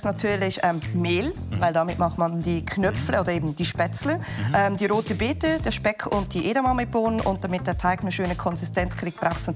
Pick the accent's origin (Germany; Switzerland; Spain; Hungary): Switzerland; born or raised there